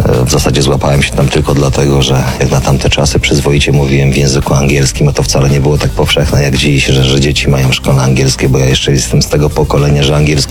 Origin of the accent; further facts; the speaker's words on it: Dębica, Subcarpathian Voivodeship, Poland; moved away as an adult; now in Warsaw, Poland; ja jestem z Dębicy. Z Dębicy